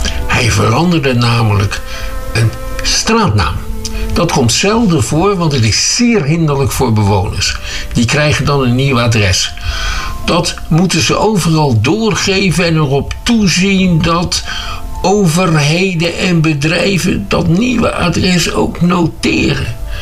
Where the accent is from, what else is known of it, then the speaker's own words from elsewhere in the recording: Schiedam, South Holland, Netherlands; Daar zijn we als Schiedammers best trots op.